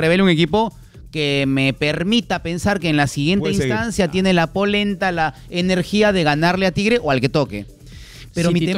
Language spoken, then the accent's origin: Spanish; Peru; Uno se suma como peruano